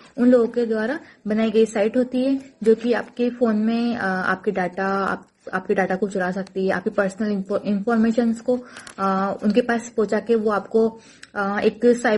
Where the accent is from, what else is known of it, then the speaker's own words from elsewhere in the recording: Rajasthan, India; मैं भगवगढ़ 12 राजस्थान से हूँ।